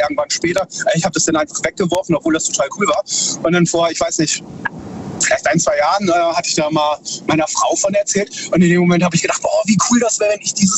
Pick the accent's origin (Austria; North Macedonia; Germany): Germany; Baden-Württemberg; Ich bin aus zwischen Heidelberg und Karlsruhe.